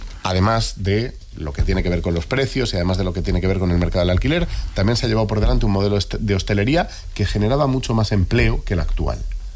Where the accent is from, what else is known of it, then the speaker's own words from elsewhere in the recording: Madrid, Community of Madrid, Spain; yo te digo que en Madrid, que es lo que conozco porque es mi pueblo, en Madrid se está construyendo